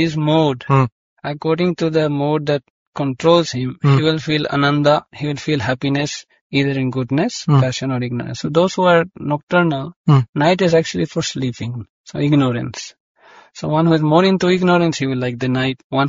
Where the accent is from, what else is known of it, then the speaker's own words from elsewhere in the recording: North India, India; First of all, I'm coming from North India, so the weather is very hot.